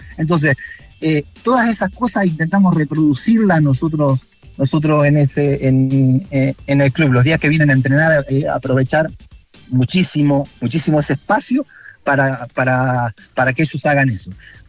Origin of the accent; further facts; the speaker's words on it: Argentina; now in Chile; soy argentino